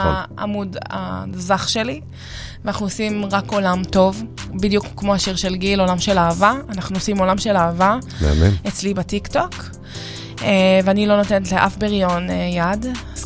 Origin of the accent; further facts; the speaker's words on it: Pardes Hanna-Karkur, Haifa District, Israel; born there; נולדתי בפרדס חנה קרקור.